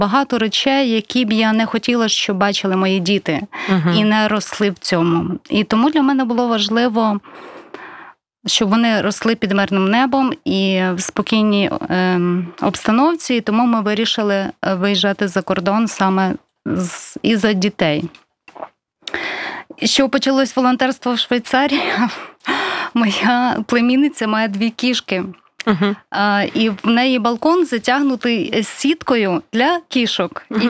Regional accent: Berdychiv, Zhytomyr Oblast, Ukraine; accent: Berdychiv dialect, surzhyk; moved away as an adult; now in Switzerland; Він сам з Коростеня, я з Бердичева. Я хочу наперед вибачитися за свій бердичівський діалект. Такий суржик, не чисто українська

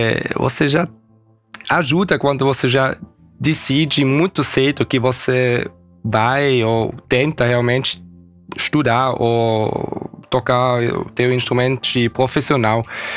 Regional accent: Basel, Basel-Stadt, Switzerland; Portuguese is a second language; eu nasci aqui em Basel.

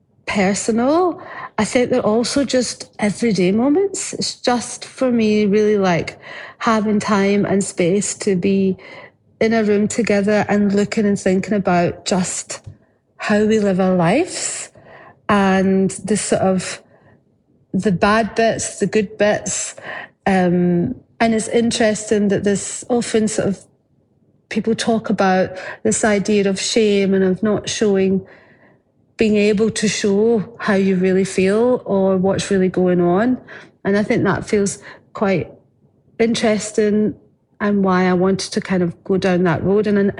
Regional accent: Scotland, United Kingdom; I am an artist from Scotland

